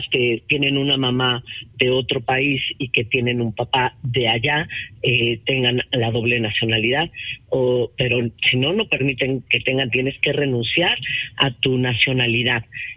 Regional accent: Querétaro, Mexico; gobernar Querétaro, de donde yo soy

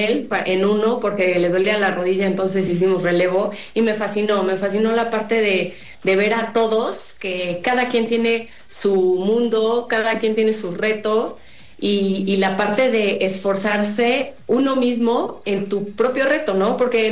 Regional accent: Puebla, Mexico; Soy de Puebla, yo consulto tanto presencial aquí en Puebla o en línea.

